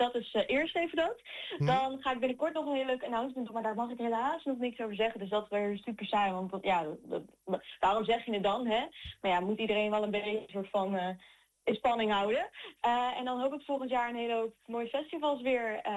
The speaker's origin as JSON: {"language": "Dutch", "town": "Bergen op Zoom", "region": "North Brabant", "country": "Netherlands", "tie": "born or raised there", "moved": "yes", "lives_now": "North Brabant, Netherlands", "said": "Ik kom uit Berg op Zoom. Ik ben geboren en getogen daar zo. Ik woon op dit moment daar niet meer, maar nog wel in Brabant. Dus van Brabantse bodem."}